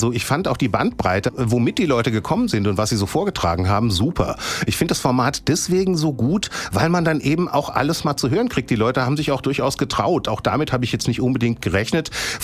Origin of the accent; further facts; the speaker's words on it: Hesse, Germany; Ich kenne Dietzenbach ein bisschen. Ich bin in der Nähe aufgewachsen